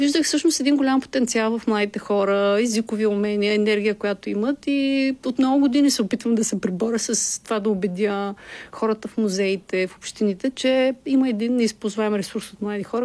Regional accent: Veliki Preslav, Shumen Province, Bulgaria; Аз съм родом от Велики Преслав и имам този сантимент още от дете.

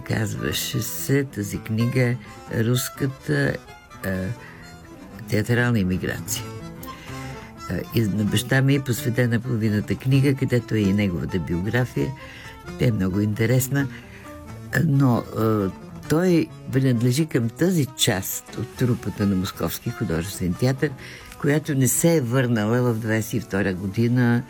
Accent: Prague, Czechia; born there; И междувременно аз съм се родила в Прага.

